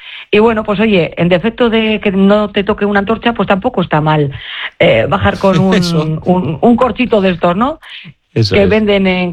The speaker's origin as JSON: {"language": "Spanish", "town": "Muskiz", "region": "Basque Country", "country": "Spain", "said": "Y somos de Musquiz, que no de Bilbao."}